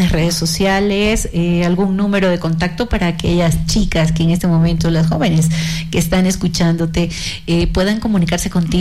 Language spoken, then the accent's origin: Spanish; Ecuador; me siento tan orgullosa como mujer, como ecuatoriana